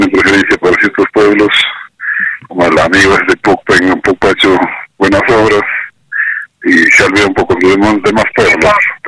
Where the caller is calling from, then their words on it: Huasta, Ancash, Peru; ya de acá me encamino pues para mi pueblo, para Huasta